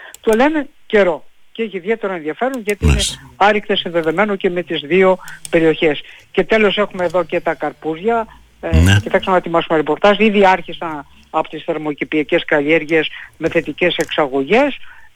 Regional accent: Western Greece, Greece; moved away; μεγάλωσα εργάστηκα και στην Ηλία, γιατί η καρδιά μου είναι πάντα στην Ηλία

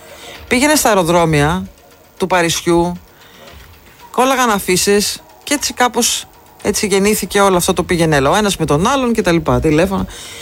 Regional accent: Parga, Epirus, Greece; born there; Εγώ γεννήθηκα στην Πάργα. Δεκαετία του 70 λοιπόν.

